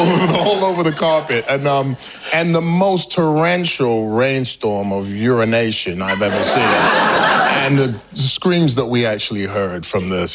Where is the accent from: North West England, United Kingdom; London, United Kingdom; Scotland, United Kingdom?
London, United Kingdom; I'm from London.